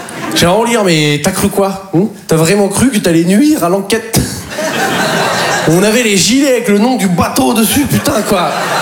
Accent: Poitiers, Nouvelle-Aquitaine, France; Savoir que moi, en plus, je viens de Poitiers. Donc, faut s'occuper. Tu peux pas aller au Futuroscope 5 fois par semaine.

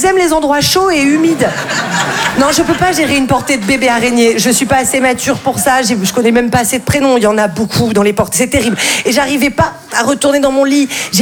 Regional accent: Val-de-Blore, Provence-Alpes-Côte d'Azur, France; moi, je viens d'un tout petit village qui s'appelle Val-de-Blore. C'est sublime, mais alors il faut pas du tout se faire mal là-bas, parce que si tu veux aller aux urgences, il faut faire 2 heures de route.

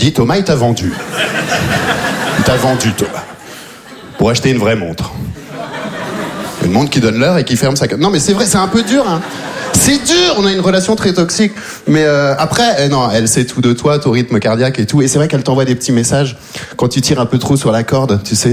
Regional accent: Belgium; Je viens de Belgique, je suis arrivé en Belgique quand j'avais 3 ans. J'ai vécu toute ma vie là-bas.

